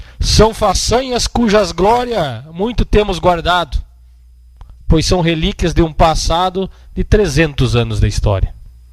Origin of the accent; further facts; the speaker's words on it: Rio Grande do Sul, Brazil; sou brasileiro, mas não antes de ser gaúcho.